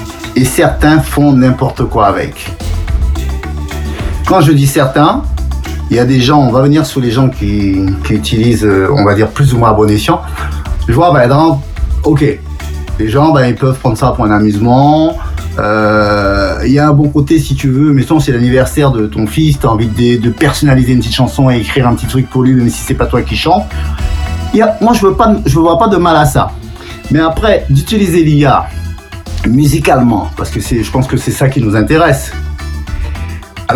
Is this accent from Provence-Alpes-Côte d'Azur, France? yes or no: no; Bondy, Île-de-France, France; born there; moved away as an adult; also born or lived in Antilles; now in Rennes, France; j'étais à Paris parce que j'ai grandi à Bondy dans le 93 quand je suis arrivé dans mes 13 ans.